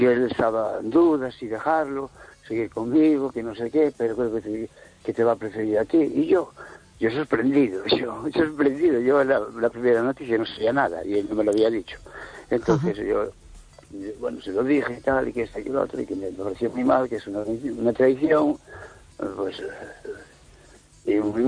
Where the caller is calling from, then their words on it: Cambre, Galicia, Spain; de Cambre.